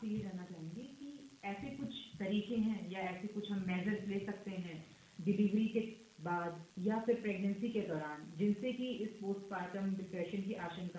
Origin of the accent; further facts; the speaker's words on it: Almora, Uttarakhand, India; ma'am Almora जो हमारा शहर है